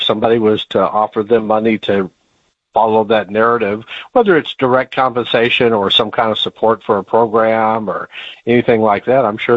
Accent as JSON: {"language": "English", "country": "United States", "said": "we as American citizens"}